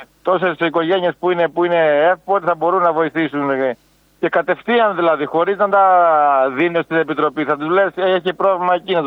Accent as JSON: {"language": "Greek", "town": "Strefi", "region": "Western Greece", "country": "Greece", "said": "στο χωριό μου, τώρα που είμαι πρόεδρος 3 χρόνια"}